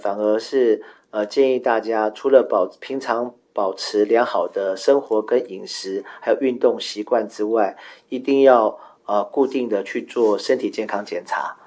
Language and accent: Chinese; Taiwan